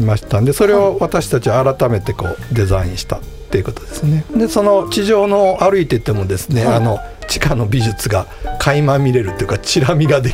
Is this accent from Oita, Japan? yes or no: no; Osaka, Japan; 大阪生まれ大阪育ちの自分が